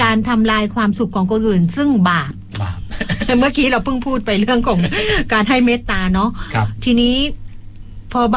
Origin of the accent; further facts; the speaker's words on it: Phuket, Thailand; เราเป็นชาวภูเก็ต